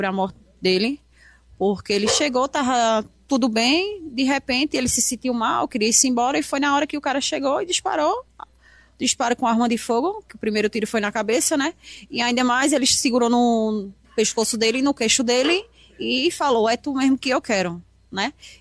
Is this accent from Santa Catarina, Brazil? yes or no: no; Recife, Pernambuco, Brazil; also born or lived in Caruaru; Não, sou de Recife, morava aqui em Caruaru. Depois que minha mãe faleceu, fui morar no Recife.